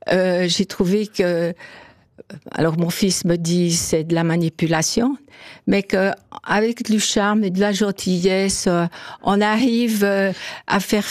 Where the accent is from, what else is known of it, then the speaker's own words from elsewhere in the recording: Porrentruy, Jura, Switzerland; also born or lived in France; now in Macolin, Switzerland; J'ai grandi à Port-Rentrée.